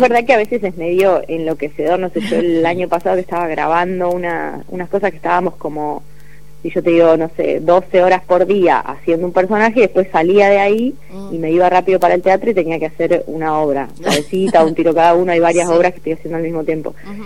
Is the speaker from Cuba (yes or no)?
no; Balcarce, Buenos Aires Province, Argentina; now in Buenos Aires, Argentina; yo soy de Balcarce, claro, que es una ciudad pequeña, no tenía teatro